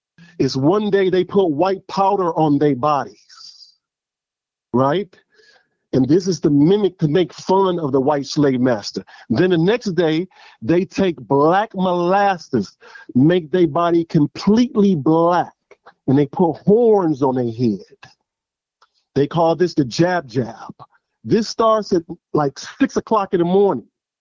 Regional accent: New Orleans, Louisiana, United States; So I'm from the Ninth Ward. I'm a native from the Desire area. Grew up in the Desire, went to Moton, went to Dunn, went to Carver Middle, went to Carver Senior

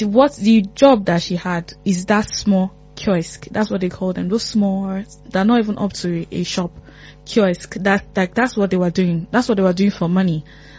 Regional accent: Nigeria; We are so many in Nigeria alone. We are so many. That's why we are the most populated country in Africa

